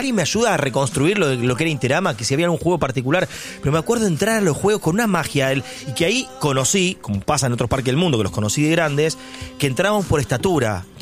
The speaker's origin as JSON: {"language": "Spanish", "region": "Buenos Aires Province", "country": "Argentina", "said": "Yo soy bonaerense, no me identifico con porteño y la verdad que me agobia un poco la ciudad."}